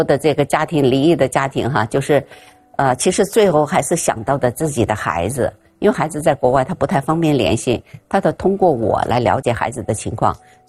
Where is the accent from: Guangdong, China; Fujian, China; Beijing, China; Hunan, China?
Beijing, China; also born or lived in Shaoxing, Zhejiang; 因为我父母是3岁把我带到北京来。其实我的老家是浙江绍兴的